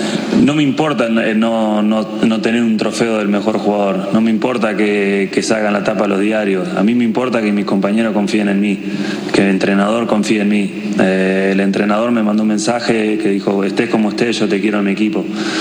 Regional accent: Argentina; quiero que nos recuerden como cualquier argentino, que somos trabajadores, que nunca nos damos por vencidos

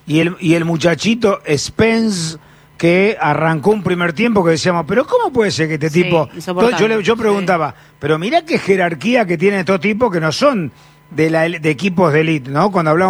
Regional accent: Argentina; yo te diría casi le cabe decir que nosotros somos Argentina y nosotros estamos orgullosos y contentos y felices.

